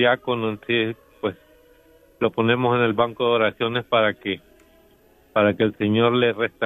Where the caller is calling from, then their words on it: Texas, United States; Ya somos parte también del Cenáculo de la Divina Misericordia aquí en la iglesia de San Marcos en Pleno, en Texas.